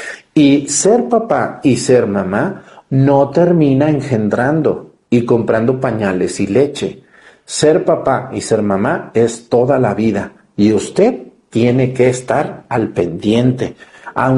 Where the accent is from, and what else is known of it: Mexico; born there